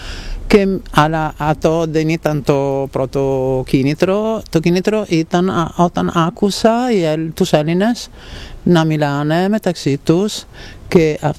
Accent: Italy; Greek is a second language; moved away as an adult; αφού είχα σπουδάσει τα αρχαία, τα παλιά, στο Λύκειο, στην Ιταλία.

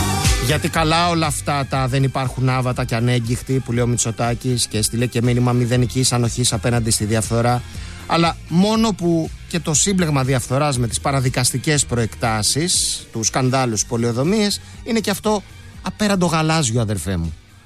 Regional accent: Greece

